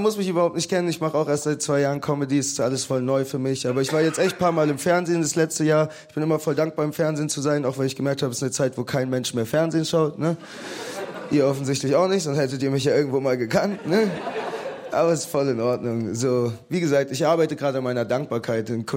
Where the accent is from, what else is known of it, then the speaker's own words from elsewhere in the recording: Bavaria, Germany; Ich bin genau genommen deutsch-togolesischer Österreicher aus Bayern.